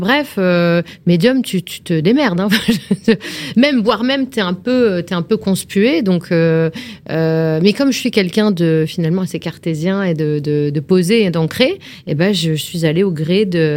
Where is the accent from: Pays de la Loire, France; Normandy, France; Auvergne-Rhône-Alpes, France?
Normandy, France; moved away; also born or lived in Brittany; Je viens de la Normandie. Je suis normando-bretonne. J'y tiens.